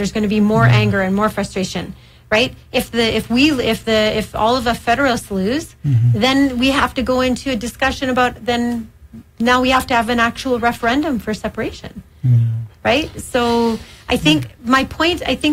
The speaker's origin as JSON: {"language": "English", "town": "Edmonton", "region": "Alberta", "country": "Canada", "tie": "born there", "said": "I'm like, well, I was born in Edmonton."}